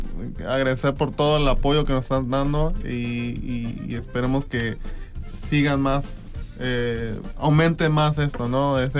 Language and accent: Spanish; Ensenada, Baja California, Mexico; moved away; Originalmente somos de Ensenada.